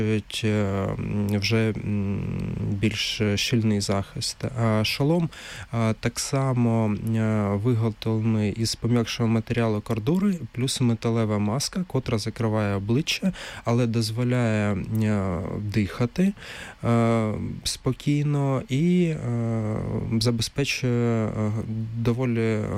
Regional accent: Kharkiv, Kharkiv Oblast, Ukraine; Раніше, до повномасштабного вторгнення, наприклад, в Харкові, це моє рідне місто

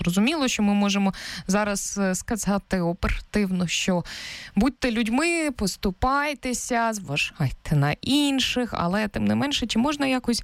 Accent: Kharkiv, Kharkiv Oblast, Ukraine; now in Kyiv, Ukraine; Я як харків'янка, коли переїхала до Києва

